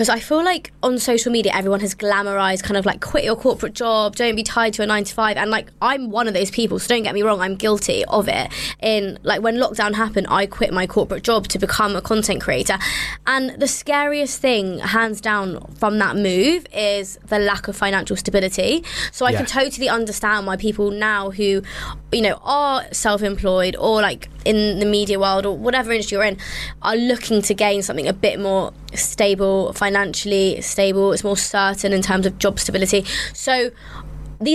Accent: London, United Kingdom; born or raised there

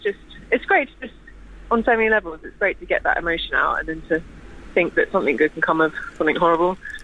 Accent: South East England, United Kingdom; I grew up in Sussex, and we sort of moved around a bit. Moved to London.

